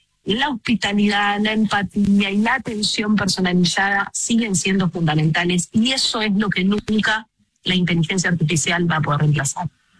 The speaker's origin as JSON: {"language": "Spanish", "country": "Argentina", "said": "en nuestro país, en países como la Argentina, que cuenta con recursos naturales, culturales, gastronómicos, extraordinarios realmente. Vos decís, hola, soy argentina"}